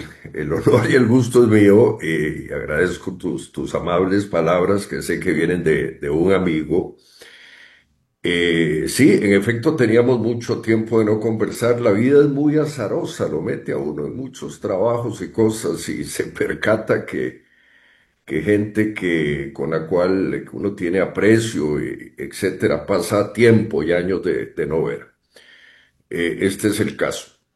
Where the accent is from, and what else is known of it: Costa Rica